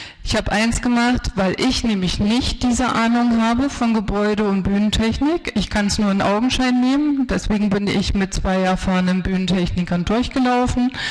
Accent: Halle, Saxony-Anhalt, Germany; ich komme aus dieser Gegend, ich habe in Halle studiert, Halle ist meine Heimatstadt. Ich bin hier tief verwurzelt

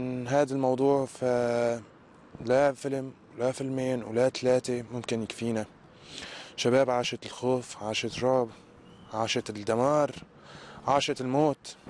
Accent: Syria; نحن سوريين رح نبقى سوريين ونفتخر بهذا الشيء.

